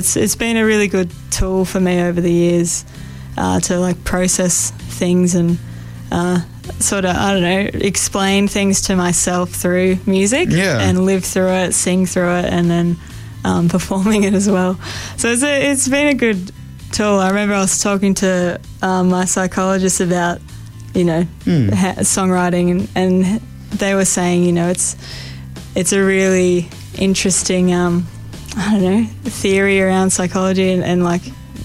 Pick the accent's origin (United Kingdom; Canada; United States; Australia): Australia; Grafton, New South Wales; Yeah, so I grew up in Grafton.